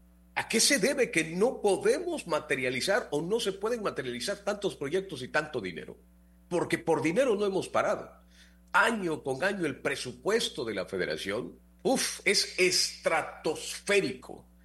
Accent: Mexico; todas las aspiraciones que tenemos como mexicanos?

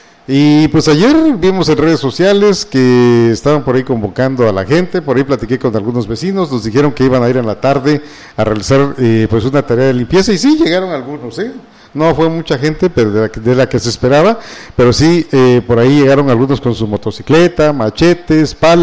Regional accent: Mexico

